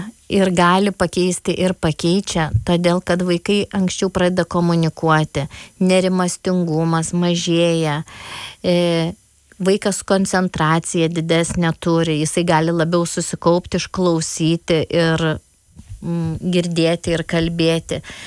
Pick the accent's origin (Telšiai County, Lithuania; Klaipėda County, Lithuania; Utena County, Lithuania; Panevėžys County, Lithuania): Utena County, Lithuania; Anykščiai; Esu pati iš Anykščio